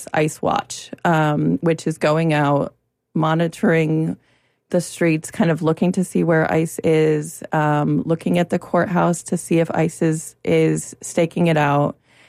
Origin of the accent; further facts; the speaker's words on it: Connecticut, United States; I'm originally from Connecticut